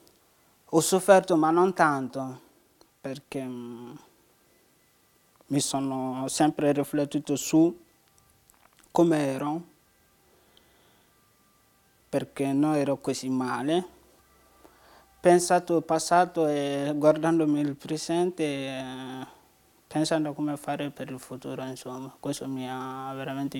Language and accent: Italian; Côte d’Ivoire; Italian is a second language; moved away as an adult; also born or lived in Guinea; Io vengo dalla Costa d'Avorio, ora ho 25 anni.